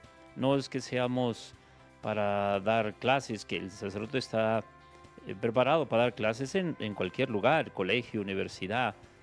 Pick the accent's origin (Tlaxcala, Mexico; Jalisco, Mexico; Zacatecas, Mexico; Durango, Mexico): Zacatecas, Mexico; Guadalupe; yo soy originario de Guadalupe